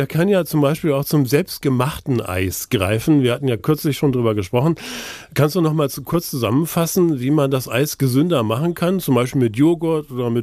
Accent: Lower Saxony, Germany; Ich weiß, wovon ich rede. Ich bin in der Nähe geboren und aufgewachsen. Die Expo, die Weltausstellung im Jahr 2000, das war so ein Mega-Event. Eins, das man Hannover nicht so richtig zugetraut hat

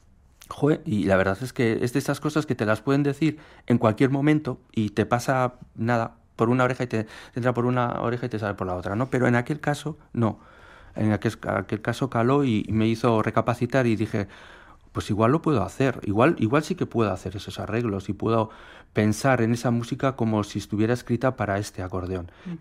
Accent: Irún, Basque Country, Spain; la ciudad de donde yo soy, de Irún.

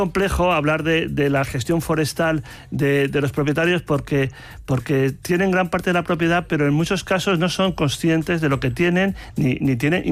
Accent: Galicia, Spain; yo he sido propietario forestal porque he sido heredero de las herencias de mis abuelos, porque soy de Galicia

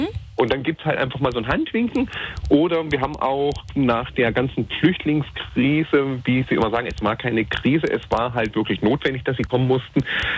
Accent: Thuringia, Germany; ich komme ja aus Thüringen und ich bin auf mein Thüringen stolz.

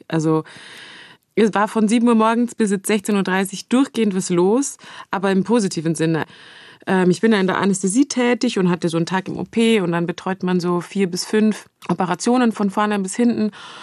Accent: Passau, Bavaria, Germany; In Passau direkt.

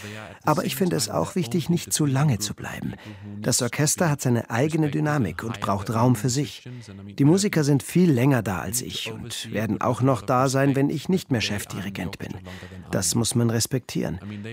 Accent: Denmark; German is a second language; moved away as an adult; also born or lived in Finland; now in Magdeburg, Germany; Ich komme ja aus Dänemark und habe in Finnland studiert.

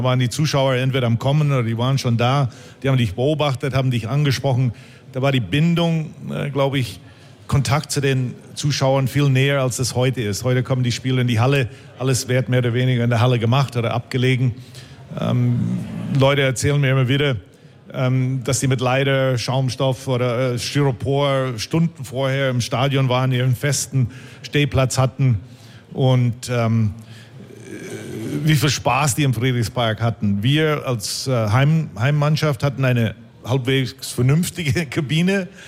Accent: Winnipeg, Manitoba, Canada; moved away; als ich als Jugendlicher in Winnipeg aufgewachsen bin.

